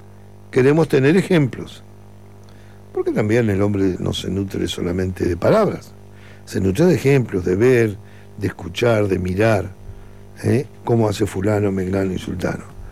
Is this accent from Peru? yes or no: no; Uruguay; born there; Sí, soy uruguayo. Cuando yo nací era un país del primer mundo